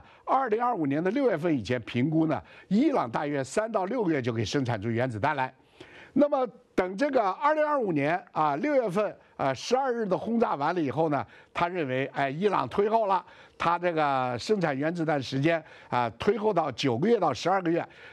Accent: China

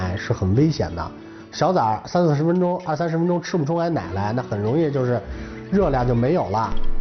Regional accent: Beijing, China; 我打小是在那个西城的老官员长大的，那时候呢，那边就是一个花鸟鱼虫市场啊

